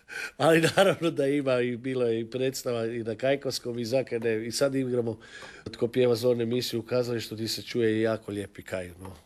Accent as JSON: {"language": "Croatian", "town": "Mlinovi", "region": "City of Zagreb", "country": "Croatia", "tie": "born there", "said": "Pa ja sam rođen u Mlinovima"}